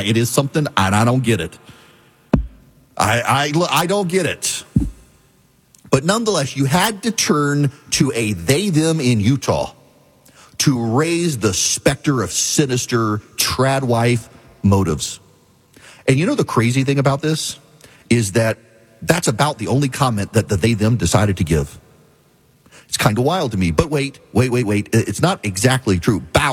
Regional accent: Dubai, United Arab Emirates; when I was a kid in the Middle East because I grew up in Dubai

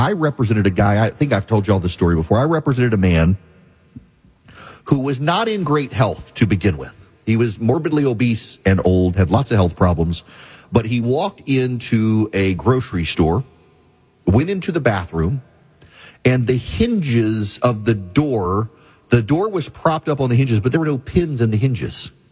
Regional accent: Louisiana, United States; There are businesses packing up and fleeing my home state of Louisiana

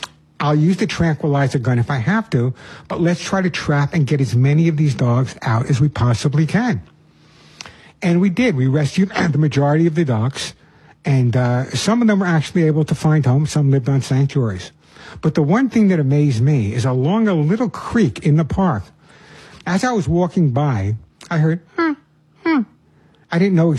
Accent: Long Island, New York, United States; I'm a New Yorker. I know I lost my accent. I know it's hard to tell I'm from New York, but I am Long Island.

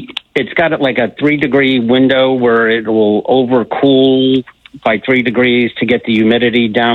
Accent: Sharpsburg, Georgia, United States; Well, neither do I, because I'm from Sharpsburg, Georgia.

